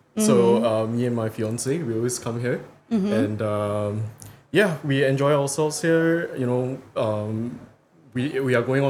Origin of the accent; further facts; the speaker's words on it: Singapore; Mm-hmm. And I'm from Singapore.